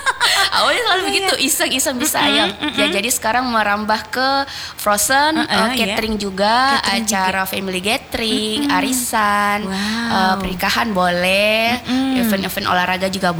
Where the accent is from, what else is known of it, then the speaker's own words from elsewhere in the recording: Sulawesi, Indonesia; sebenarnya saya orang Sulawesi asli. Sebenarnya orang Sulawesi Bapak Bugis, Mama Makassar.